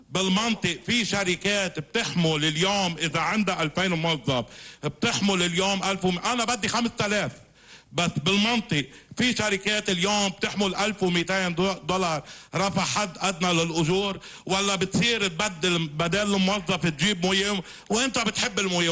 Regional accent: Lebanon; احنا مواطنين لبنانيين

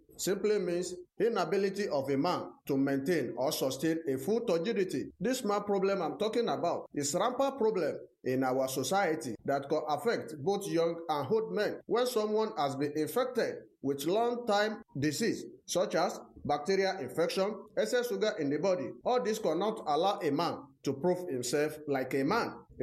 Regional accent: Oyo, Nigeria; now in Enugu, Nigeria; I'm from Oyo State in Oyo Town. I'm participating at ongoing Aba Fair taking place inside ESBS radio station here in Enugu.

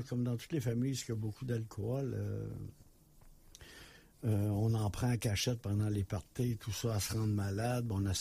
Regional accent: Bellechasse, Quebec, Canada; moi j'ai été élevé dans Bellechasse, dans la région de Bellechasse, en campagne

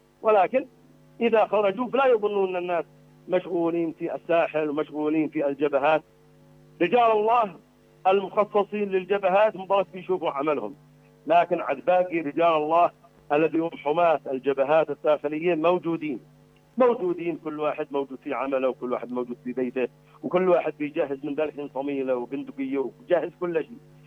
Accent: Sanaa, Amanat Al Asimah, Yemen; عندنا في صنعاء

